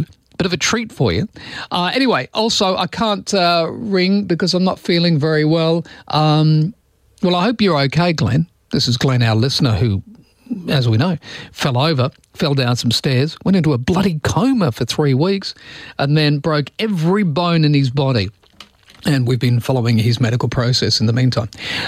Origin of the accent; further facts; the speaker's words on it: Perth, Western Australia, Australia; moved away; also born or lived in Maylands; this house that I grew up in Inglewood in 9th Avenue, top of the hill